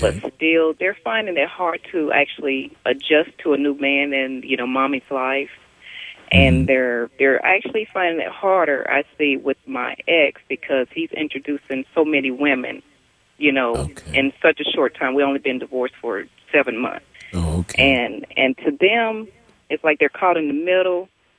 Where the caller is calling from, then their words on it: Fayetteville, North Carolina, United States; I'm calling from Fayetteville, North Carolina.